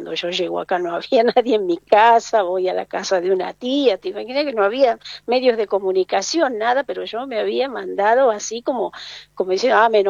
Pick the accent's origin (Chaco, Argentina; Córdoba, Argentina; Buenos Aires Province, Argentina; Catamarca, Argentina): Catamarca, Argentina; also born or lived in Tucumán; me vine a Catamarca, hice cambio de colegio